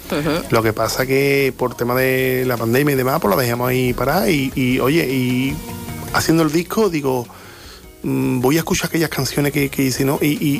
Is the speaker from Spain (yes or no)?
yes; Marchena, Andalusia, Spain; born there